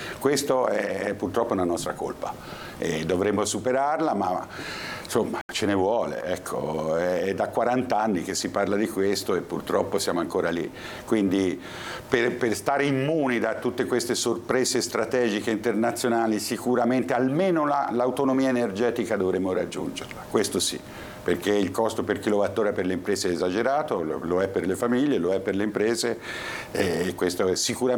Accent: Pisa, Tuscany, Italy; now in Genoa, Italy; sono pisano.

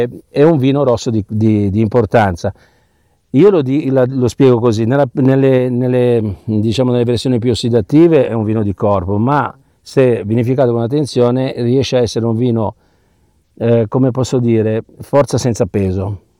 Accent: Genoa, Liguria, Italy; ci aggiungo anche da genovese

